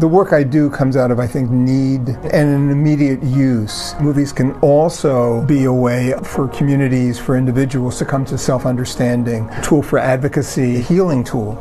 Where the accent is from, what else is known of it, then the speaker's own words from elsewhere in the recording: Philadelphia, Pennsylvania, United States; I was born in Philadelphia at Women's Medical College. I grew up in North Philadelphia at 16th and Jefferson Streets.